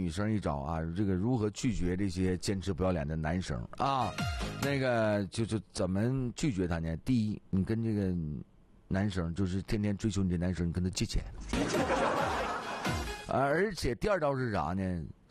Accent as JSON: {"language": "Chinese", "country": "China"}